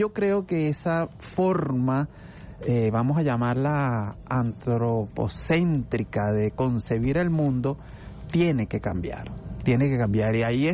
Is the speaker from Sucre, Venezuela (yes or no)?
no; La Guaira, Venezuela; born there; yo soy de La Guaira. Yo nací en Macorís.